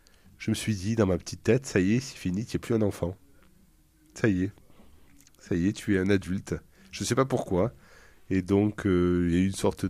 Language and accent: French; Marseille, Provence-Alpes-Côte d'Azur, France; je suis profanément français. Je suis né à Marseille, je suis né en France.